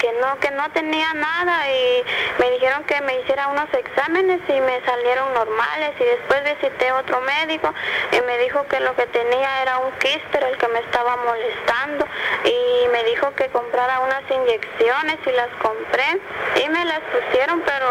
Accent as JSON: {"language": "Spanish", "town": "La Democracia", "region": "Escuintla", "country": "Guatemala", "said": "De Parcelamiento Velasquito, La Democracia Escuintla."}